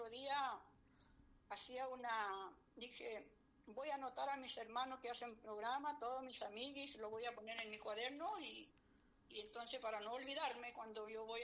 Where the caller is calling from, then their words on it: Santiago, Santiago Metropolitan Region, Chile; de mi tierra, desde Santiago de Chile, de su hermana en Cristo … una hermana que sirve al Señor, que ama a Dios.